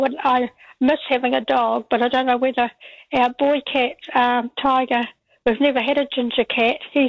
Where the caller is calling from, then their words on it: Canterbury, New Zealand; I'm from North Canterbury.